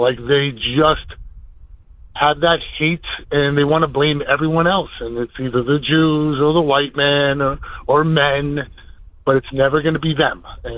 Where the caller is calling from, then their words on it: New York, United States; from New York.